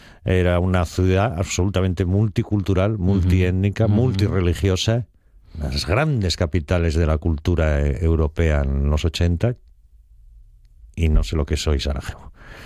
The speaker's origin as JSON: {"language": "Spanish", "country": "Spain", "said": "yo confieso que como español no siempre pillo en qué momento"}